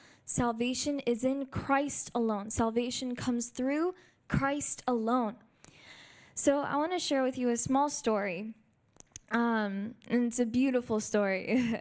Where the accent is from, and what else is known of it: Florida, United States